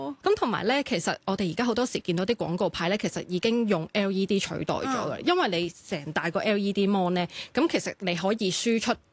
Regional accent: Hong Kong; 我哋其實香港人啦

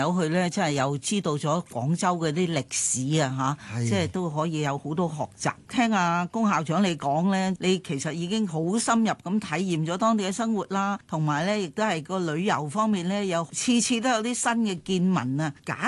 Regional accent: Hong Kong

